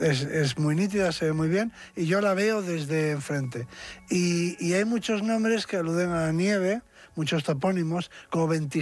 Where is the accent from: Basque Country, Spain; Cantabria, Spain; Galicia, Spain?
Basque Country, Spain; Bilbao; pero yo todavía he conocido de niño, en mi casa, en Bilbao, por ejemplo, no había frigoríficos, sino que había neveras